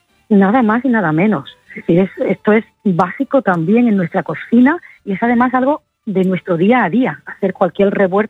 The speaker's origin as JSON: {"language": "Spanish", "town": "Granada", "region": "Andalusia", "country": "Spain", "said": "Bueno, yo soy de Granada."}